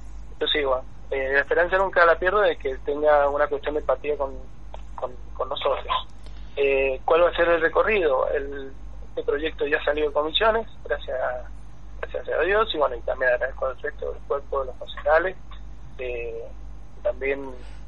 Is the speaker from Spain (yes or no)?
no; Argentina